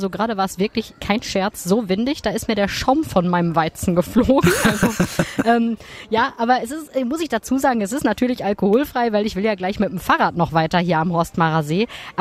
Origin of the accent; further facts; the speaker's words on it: Dortmund, North Rhine-Westphalia, Germany; weil wir haben immer eine Radtour von Dortmund, wo ich herkomme, bis hierhin gemacht.